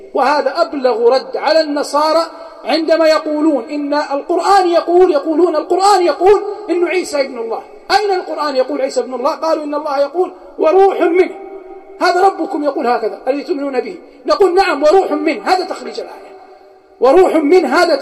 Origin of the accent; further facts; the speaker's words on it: Hejaz, Saudi Arabia; عندنا في الحجاز